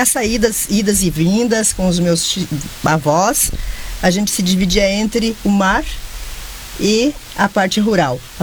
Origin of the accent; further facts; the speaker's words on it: Calmon, Santa Catarina, Brazil; also born or lived in Pinhalzinho; eu nasci em Pinhalzinho e fui criada no assentamento Putinga. Minha família fez parte do assentamento, um assentamento rural de Calmon, município de Calmon.